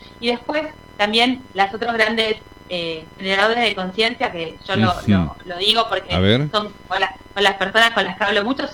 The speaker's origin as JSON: {"language": "Spanish", "region": "Tierra del Fuego", "country": "Argentina", "said": "Además, nuestra provincia obviamente tiene un clima subantártico, pero hay muchas formas de producir alimentos"}